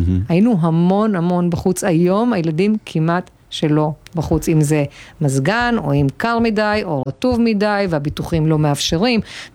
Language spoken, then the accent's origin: Hebrew; Northern District, Israel; also born or lived in Buenos Aires, Argentina; אני באתי מהעיר הגדולה, נולדתי בוונוס איירס. כאילו, הכי לא טבע, והגענו פה לגושרים ופשוט פרחתי.